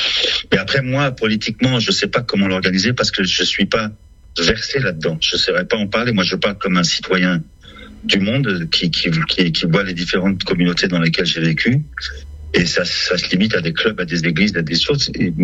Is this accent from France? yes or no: no; Lebanon; moved away; Où pendant la guerre, nous, quand on est parti, mon père, je l'ai revu 8 ans plus tard, quoi. On a quitté le Liban.